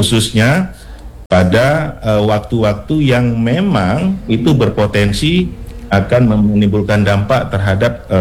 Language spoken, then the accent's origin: Indonesian; Aceh, Indonesia; kita di Aceh ini